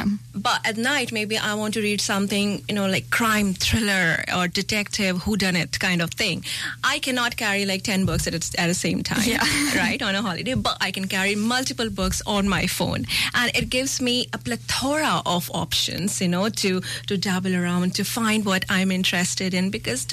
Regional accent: India

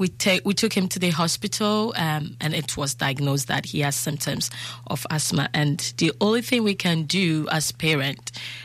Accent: Ghana; because me being a Ghanaian

